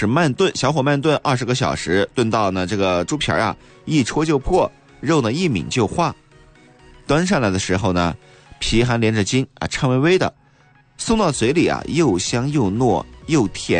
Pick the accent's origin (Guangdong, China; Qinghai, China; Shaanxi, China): Guangdong, China; Chaoshan; 我们潮汕人啊